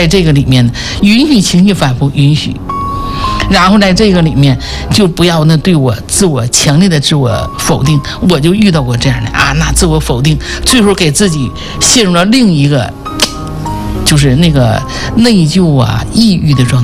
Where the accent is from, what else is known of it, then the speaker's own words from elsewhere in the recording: Jinzhou, Liaoning, China; accent: Northeastern dialect; 我们东北人叫割了半儿哈，锦州人哈